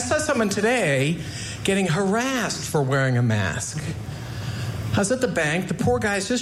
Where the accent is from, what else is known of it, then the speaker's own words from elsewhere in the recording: Boston, Massachusetts, United States; now in Los Angeles, United States; So I'm from Boston originally, but I live in Los Angeles now, and things shut down there around March of 2020.